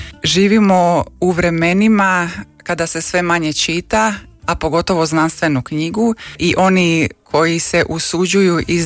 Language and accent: Croatian; Split, Split-Dalmatia County, Croatia; Ja sam rođena u Splitu, odrasla sam i odgojena u Splitu i mene je taj grad oblikovao.